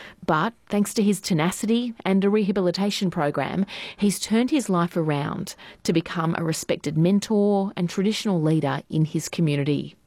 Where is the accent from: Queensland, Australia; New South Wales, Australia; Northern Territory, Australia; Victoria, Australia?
Northern Territory, Australia; Alice Springs; we head to my hometown, Alice Springs, where an alcohol support program is changing lives.